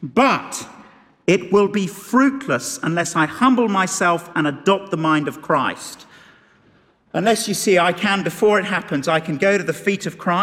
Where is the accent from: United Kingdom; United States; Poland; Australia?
United Kingdom; particularly if we're British